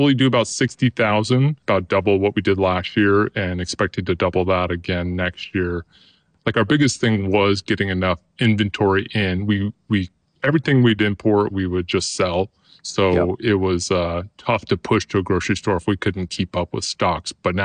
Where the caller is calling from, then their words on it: Longview, Washington, United States; I'm calling from Longview, Washington.